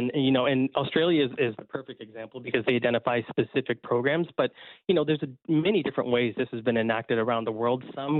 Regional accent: Canada; Canadians love hockey

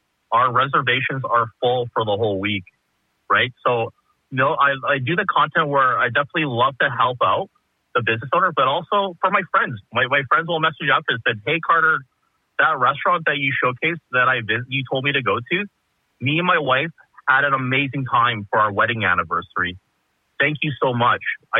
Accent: Winnipeg, Manitoba, Canada; born or raised there

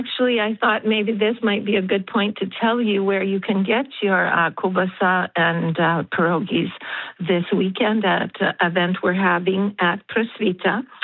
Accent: Canada; born there; I'm a Canadian-born Ukrainian

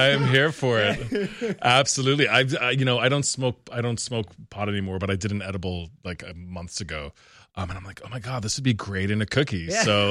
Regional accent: Newfoundland and Labrador, Canada; I'm from Newfoundland

